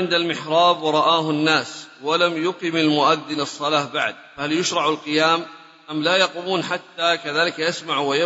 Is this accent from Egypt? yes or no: no; Nigeria; قضية السلام من الصلاة مرتين أحدثت عندنا في بلدنا نيجيريا اختلافا شديدا في هذا الباب